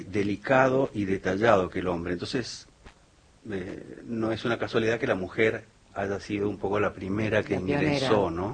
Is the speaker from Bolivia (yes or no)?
no; Palmira, Mendoza, Argentina; Estudié en la Universidad Nacional de Cuyo, soy de un pueblito de Palmira, que le mando un saludo a toda